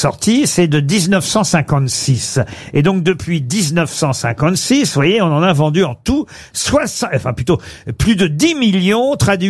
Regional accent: France; chez nous en France

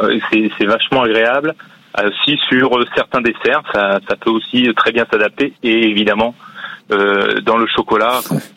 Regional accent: Batz-sur-Mer, Pays de la Loire, France; Je suis issu de Bas-sur-Mer. Donc, Bas-sur-Mer, Guérande, ça fait partie donc des deux grandes communes de production de sel.

